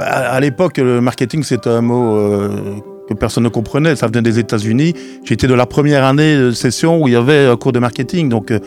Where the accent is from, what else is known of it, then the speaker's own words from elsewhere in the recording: Verviers, Wallonia, Belgium; born there; now in Soiron, Belgium; Je suis né à Verviers, le 12 août 61, ça ne me rajeunit pas